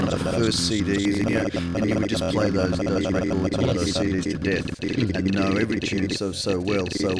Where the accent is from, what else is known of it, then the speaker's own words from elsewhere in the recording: Australia; And as a young musician growing up in Australia